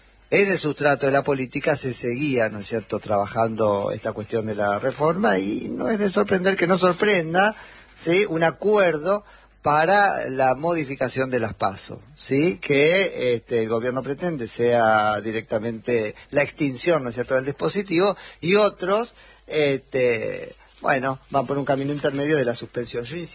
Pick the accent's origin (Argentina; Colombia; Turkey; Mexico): Argentina; O sea, pagamos carísimo como argentinos, independientemente de los resultados, el proceso electoral del año pasado.